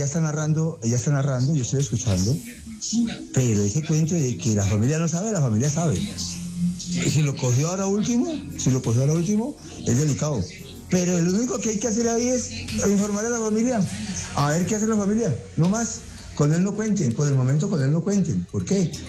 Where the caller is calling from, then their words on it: Cali, Valle del Cauca, Colombia; soy de Cali para el mundo